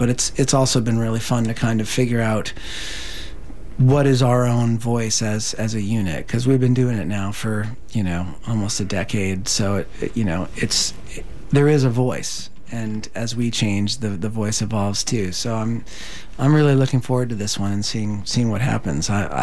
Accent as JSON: {"language": "English", "town": "Boston", "region": "Massachusetts", "country": "United States", "tie": "born or raised there", "said": "I grew up in the Boston area"}